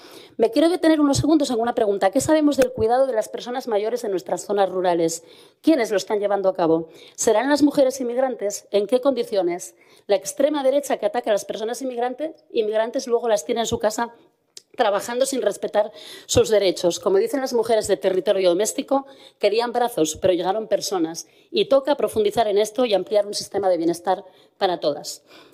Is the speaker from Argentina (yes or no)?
no; Asturias, Spain; asturianos y asturianos orgullosos de pertenecer a esta tierra